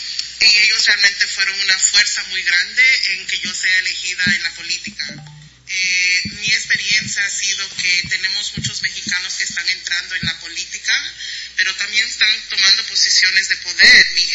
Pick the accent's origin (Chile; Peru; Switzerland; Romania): Peru; now in New York, United States; soy la primera inmigrante peruana indígena en la legislatura estatal.